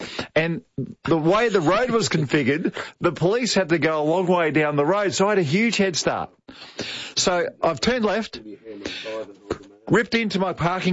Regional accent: Australia; I'm from Australia.

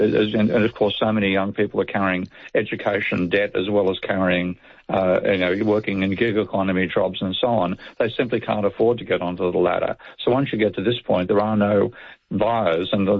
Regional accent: Australia; growing up as an Aussie and, potentially facing conscription to fight in Vietnam

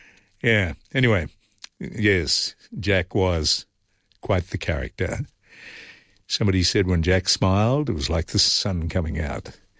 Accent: Australia; Well, no, I'm not from Boston. But there was another incident where I was talking to a couple of Americans. One said to the other, well, how would I know he was Australian?

